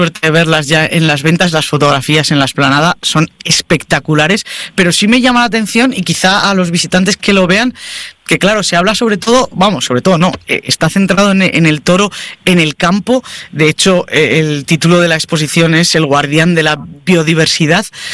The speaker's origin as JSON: {"language": "Spanish", "town": "Burgos", "region": "Castile and León", "country": "Spain", "said": "vamos a hacer una parada en mi tierra. Después de irnos a Madrid, nos vamos a ir para Burgos"}